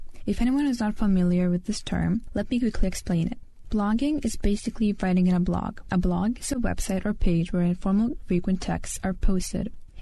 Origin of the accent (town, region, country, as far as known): Lithuania; English is a second language